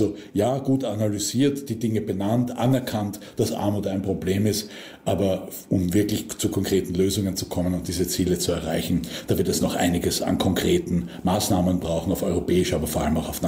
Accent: Austria; zum Teil auch wie bei uns in Österreich in den Bundesländern entschieden werden.

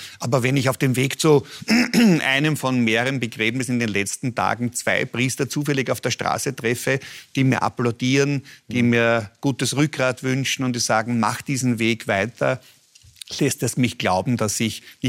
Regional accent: Vienna, Austria; Im Blick auf den Gemeindebau da hinten, dort bin ich aufgewachsen. Dort haben wir auch noch Schlangen suchen können, Pfeil und Bogen spielen und einiges von dem am Stadtrand von Wien erleben zu können, das mich echt als liebenden Wiener auszeichnet

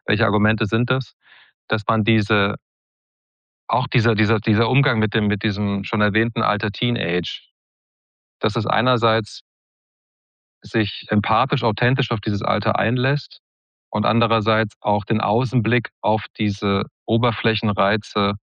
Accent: Maintal, Hesse, Germany; Da gab es in Maintal, wo ich aufgewachsen bin, bei Frankfurt, absurderweise die beste Skatehalle Europas

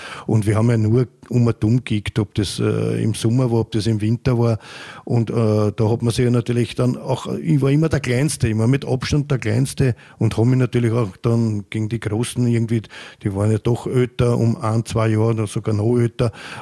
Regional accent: Vienna, Austria; Ich bin in Idlersee geboren, also in Floridsdorf, 21. Bezirk. Bin in der Schilgassen in die Volksschule gegangen, in der Teiblergassen dann in die Hauptschule.

